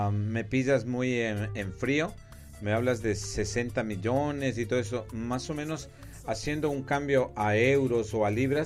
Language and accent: Spanish; Ecuador; soy de Ecuador